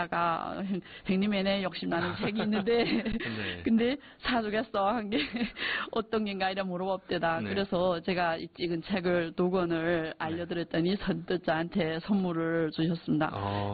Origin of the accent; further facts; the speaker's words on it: China; 우리는 조선족이라서 지금까지, 이전까지 계속 조선말로 학교를 다녔었고